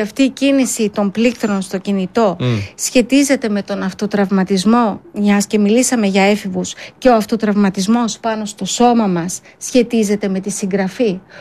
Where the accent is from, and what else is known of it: Greece